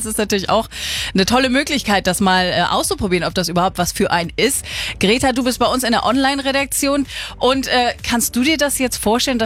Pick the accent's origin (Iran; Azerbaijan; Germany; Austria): Germany; Schleswig-Holstein; Bin auch so ein Schleswig-Holsteiner Kind.